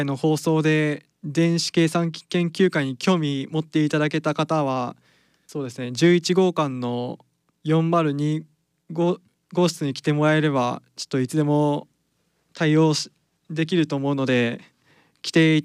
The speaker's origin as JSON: {"language": "Japanese", "region": "Toyama", "country": "Japan", "said": "はい、僕富山から来ました。"}